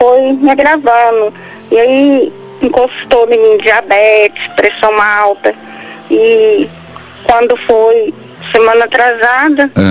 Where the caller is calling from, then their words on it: Goiânia, Goiás, Brazil; Falo de Goiânia.